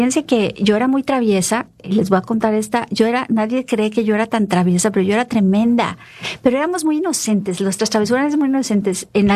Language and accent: Spanish; Guadalajara, Jalisco, Mexico; nosotros somos de Guadalajara y vivíamos a la vuelta del Seminario Mayor en Chapalita y Jardines del Bosque.